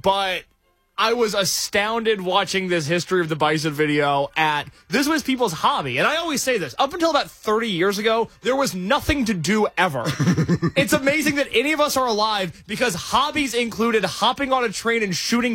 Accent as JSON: {"language": "English", "region": "Indiana", "country": "United States", "tie": "born or raised there", "moved": "yes", "said": "growing up in Indiana."}